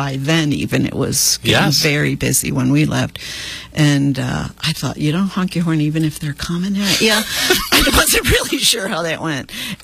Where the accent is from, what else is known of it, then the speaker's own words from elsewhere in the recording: Florida, United States; Most of my life I spent in Florida. We were children when we moved to Florida. So that was 1966.